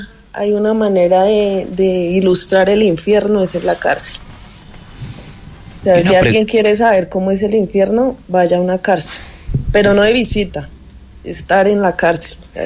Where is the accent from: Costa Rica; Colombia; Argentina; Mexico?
Colombia; Bogotá; Yo que soy rola.